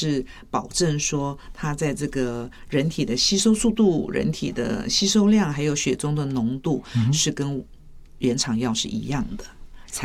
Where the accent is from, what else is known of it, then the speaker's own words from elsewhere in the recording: Taiwan; 就是我们台湾人讲一句话叫做“贵也卡喝”